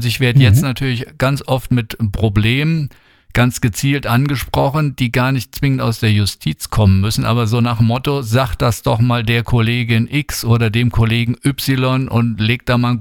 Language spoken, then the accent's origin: German; Bad Kreuznach, Rhineland-Palatinate, Germany; Also ich will unbedingt meiner Stadt und meiner Heimatregion, auch meinem Wahlkreis, treu bleiben.